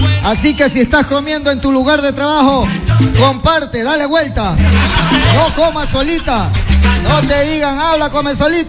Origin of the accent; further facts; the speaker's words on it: Guayaquil, Guayas, Ecuador; Yo soy un guayaquileño